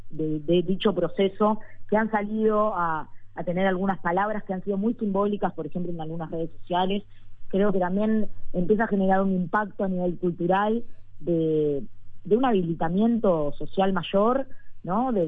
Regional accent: Uruguay

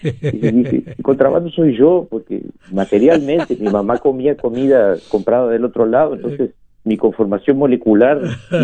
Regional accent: Uruguay; Somos gente de Cerro Largo, de Rivera y Artigas.

